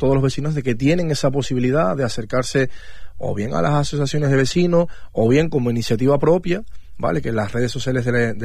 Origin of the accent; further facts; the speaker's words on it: Spain; Yo soy del Retamar.